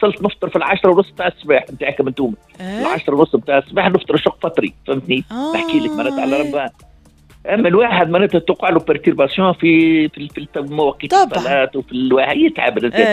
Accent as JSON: {"language": "Arabic", "country": "Tunisia", "moved": "yes", "lives_now": "Switzerland", "said": "بلادنا تونس يلزمنا نحافظوا عليها، راهو إذا كانت ضيع تونس ضيع الدنيا كلها تضيع، ما عندناش وين نمشوا. حتى هنا راه من الكومبورتمون تاعها ديما يعتبروك أجنبي، ولو تاخذ حتى ديال جنسية ديما راك أجنبي"}